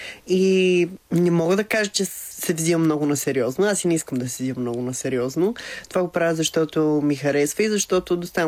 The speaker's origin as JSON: {"language": "Bulgarian", "town": "Kyustendil", "region": "Kyustendil Province", "country": "Bulgaria", "accent": "Shopski dialect", "said": "Аз съм от Кюстендил. Там си говорим на шопски."}